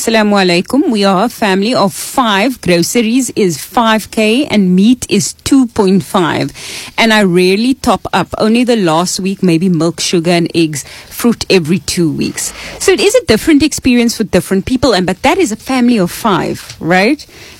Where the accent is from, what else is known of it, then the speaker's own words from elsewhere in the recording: Cape Town, Western Cape, South Africa; I'm from Northern Cape Khartu, originally from Grassy Park.